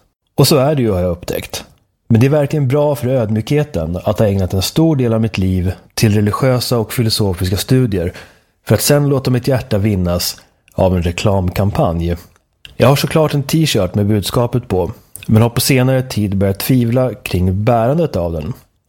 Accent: Sweden; moved away as an adult; now in Texas, United States; Under åren hemma i Sverige

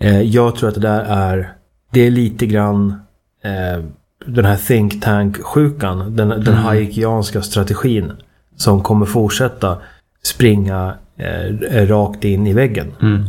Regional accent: Uppsala, Uppsala County, Sweden; min hemstad Uppsala

